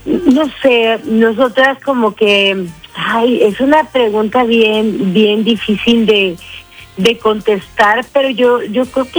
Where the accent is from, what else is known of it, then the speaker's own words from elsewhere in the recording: Querétaro, Mexico; now in Mexico City, Mexico; yo soy queretana, entonces tuve que dejar mi tierra para irme a la Ciudad de México y venirme porque yo ya vivo en la Ciudad de México desde aquel entonces, desde los 80s.